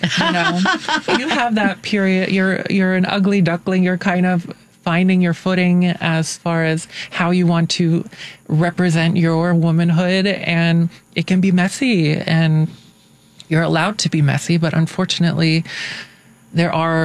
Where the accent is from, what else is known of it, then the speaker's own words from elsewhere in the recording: Tennessee, United States; And, like I said, I'm originally from Tennessee.